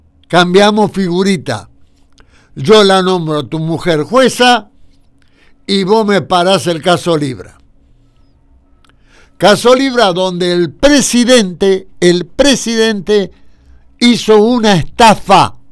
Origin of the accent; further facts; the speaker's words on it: Argentina; En este país, en mi país